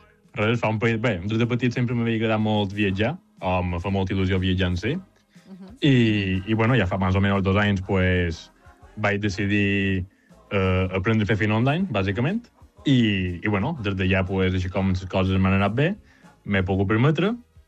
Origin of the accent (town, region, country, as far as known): Porreres, Balearic Islands, Spain